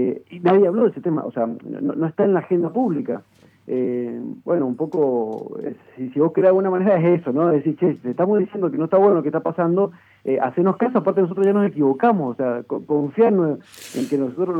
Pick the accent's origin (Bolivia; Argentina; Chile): Argentina; ahora me pongo como título argentino